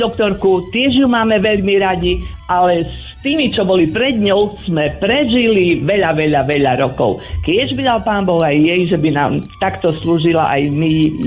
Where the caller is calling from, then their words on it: Bežovce, Košice Region, Slovakia; U nás v dedine